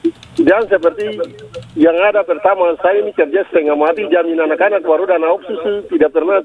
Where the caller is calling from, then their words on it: Papua, Indonesia; kita orang Papua ini miskin, bukan kita yang miskin